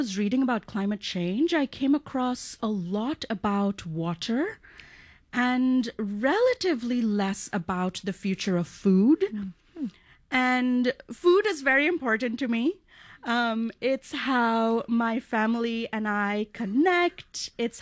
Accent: India; growing up in India, class difference was so apparent to me

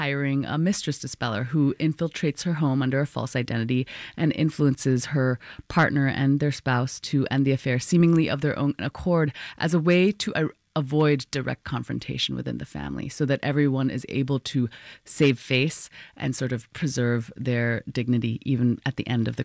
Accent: Hong Kong; I grew up in Hong Kong

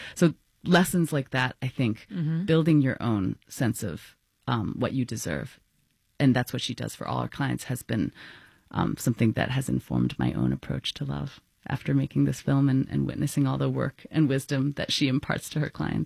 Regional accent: Hong Kong; because I grew up in Hong Kong

